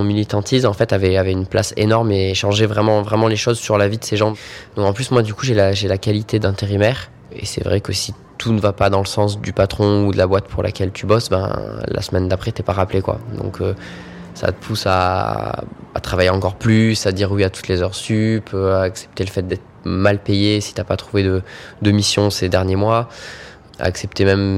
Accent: Marseille, Provence-Alpes-Côte d'Azur, France; j'ai 27 ans et je suis de Marseille.

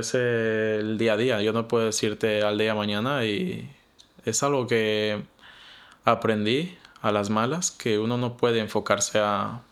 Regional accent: Loja, Ecuador; Yo soy de Loja y yo recuerdo que sabía hacer los San Juanitos o el Año Viejo, cositas así que extraño, que hasta el día de hoy lo extraño porque soy ecuatoriano y estoy orgulloso de ello.

